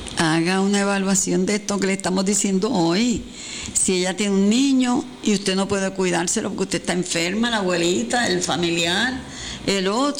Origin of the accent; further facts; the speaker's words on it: San Germán, Puerto Rico; Yo soy de San Germán, yo soy de la ciudad donde la universidad ha graduado tanta más gente, donde hemos recibido del mundo entero estudiantes